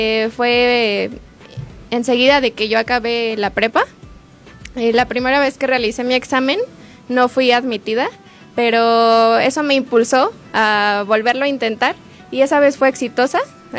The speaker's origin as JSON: {"language": "Spanish", "town": "Ciudad Sahagún", "region": "Hidalgo", "country": "Mexico", "tie": "born or raised there", "said": "soy originaria de Ciudad Sahagún, Hidalgo"}